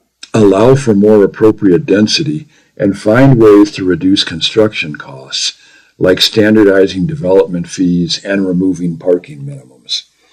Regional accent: Flagstaff, Arizona, United States; I grew up in Flagstaff, and I know how difficult it has become to stay in the community we love.

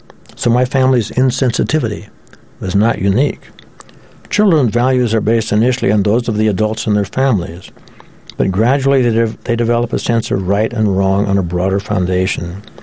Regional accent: California, United States; those biases never took root in our hearts as we grew up in California.

